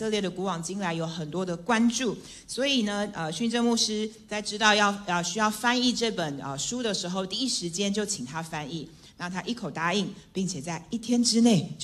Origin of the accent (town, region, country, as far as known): Taiwan